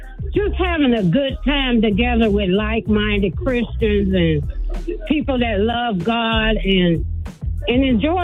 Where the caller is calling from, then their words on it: Atlanta, Georgia, United States; I'm calling from Atlanta, Georgia.